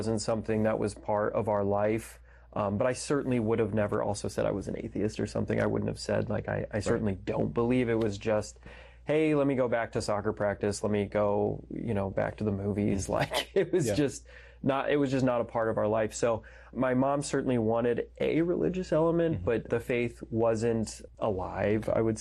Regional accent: Denver, Colorado, United States; I'm from Denver, Colorado. Was baptized.

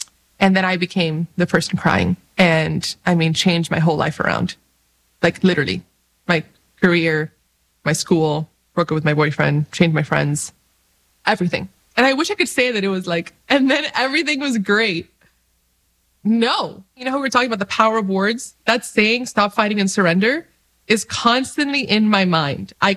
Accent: Dominican Republic; I'm Dominican from the Dominican Republic, but I'm also Arabic. And my grandfather was raised in Bethlehem, you know, where Jesus was born.

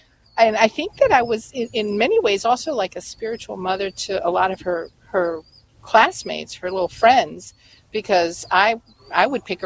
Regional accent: the South, United States; I grew up in the Bible Belt in the South. And so in many cases, we were the only Catholics

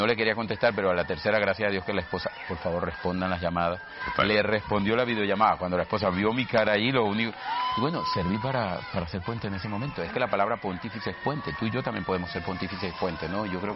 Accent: Venezuela; no, soy de Venezuela, vivo aquí en este momento

